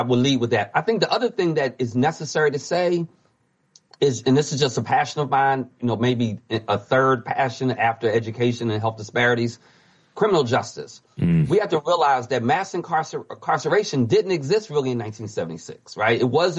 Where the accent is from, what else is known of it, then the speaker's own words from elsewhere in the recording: Philadelphia, Pennsylvania, United States; I'm from Philadelphia, as you know.